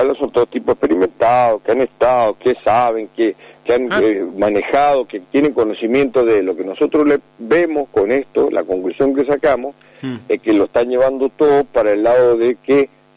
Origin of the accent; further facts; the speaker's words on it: Mendoza, Argentina; nosotros nacimos en Albien, nos criamos ahí